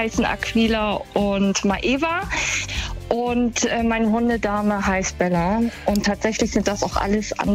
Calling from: Hamburg, Germany; Aus Hamburg-Berne.

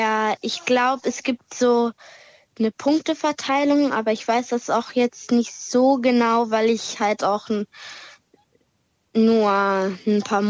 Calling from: Hamburg, Germany

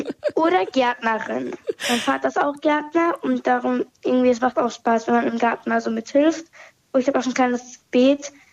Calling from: Kiel, Schleswig-Holstein, Germany; Ich bin 12 Jahre alt und komme aus Kiel.

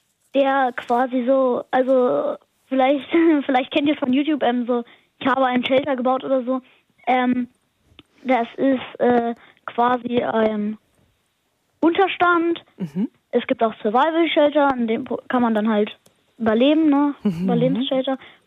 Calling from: Lüchow-Dannenberg district, Lower Saxony, Germany; Ich komme aus dem Landkreis Lüchow-Dannenberg und wohne im Dorf Marmäuse. Das kennt, glaube ich, niemand.

